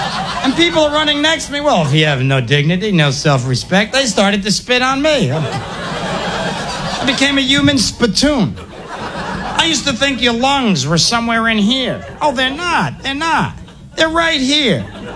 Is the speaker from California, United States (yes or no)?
no; New York, United States; I'm a New Yorker.